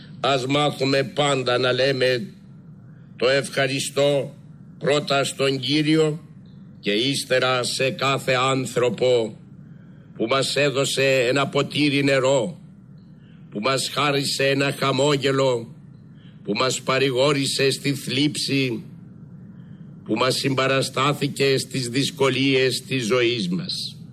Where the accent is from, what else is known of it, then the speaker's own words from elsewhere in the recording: Greece; όλοι εμείς που γεννηθήκαμε Έλληνες και ανήκουμε στο ελληνικό έθνος